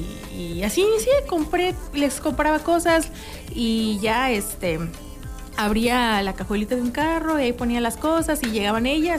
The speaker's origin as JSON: {"language": "Spanish", "town": "Coatzacoalcos", "region": "Veracruz", "country": "Mexico", "tie": "born or raised there", "moved": "as an adult", "said": "yo crecí con eso ahí en Coatzacoalcos"}